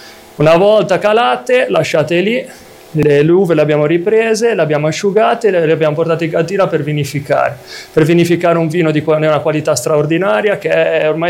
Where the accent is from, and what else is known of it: Liguria, Italy